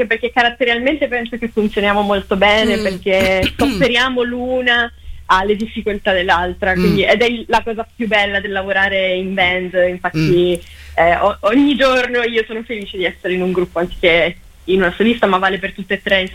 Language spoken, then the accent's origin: Italian; Sardinia, Italy; io sono sarda, quindi arrivo da una comunità matriarcale